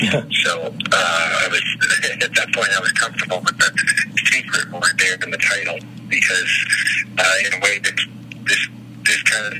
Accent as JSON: {"language": "English", "town": "Boston", "region": "Massachusetts", "country": "United States", "said": "like you said, I'm here from Boston"}